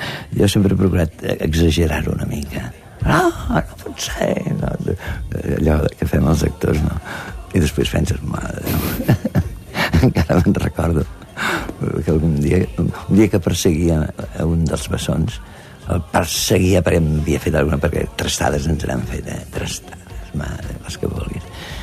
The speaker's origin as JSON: {"language": "Catalan", "region": "Catalonia", "country": "Spain"}